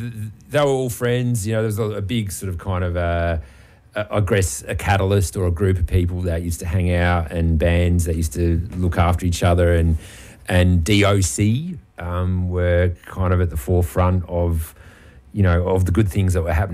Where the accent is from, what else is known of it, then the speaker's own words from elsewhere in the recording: Adelaide, South Australia, Australia; born there; growing up in Adelaide.